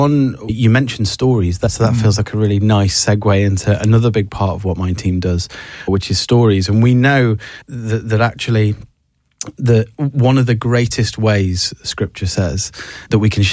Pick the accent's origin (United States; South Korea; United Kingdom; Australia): United Kingdom; I think maybe because we're British